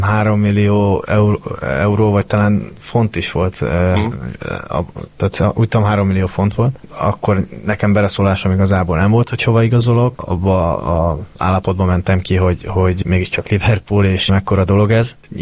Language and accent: Hungarian; Győr, Győr-Moson-Sopron, Hungary; ugye említettük, hogy én Győrbe volt az első időszakom, és ott nevelkedtem, úgyhogy ez fontos volt nekem, hogy ott tudtam bemutatkozni.